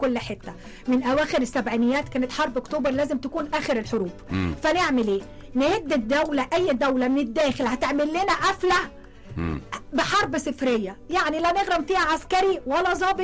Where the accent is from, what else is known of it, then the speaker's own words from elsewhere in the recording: Egypt; انا امراه مصريه